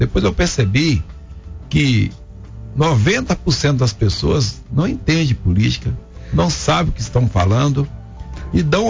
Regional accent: Timóteo, Minas Gerais, Brazil; born there; Nasci em Timóteo, em 1963

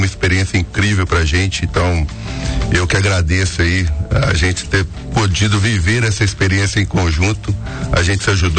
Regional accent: Ipatinga, Minas Gerais, Brazil; also born or lived in Coronel Fabriciano; Sou daqui de Coronel Fabriciano, mas sempre morei em Ipatinga, e saí só para estudar, né, para fazer fisioterapia. E depois a gente voltou.

